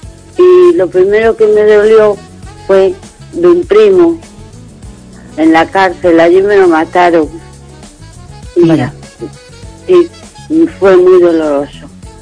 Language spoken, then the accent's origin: Spanish; A Coruña, Galicia, Spain; Hola, buenas noches, Esther. … de Coruña.